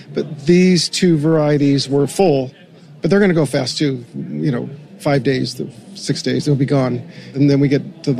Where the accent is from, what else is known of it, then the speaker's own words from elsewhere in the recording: Silver Lake, United States; That's the one that tastes like the one when I grew up in Silver Lake off the tree when we were little kids.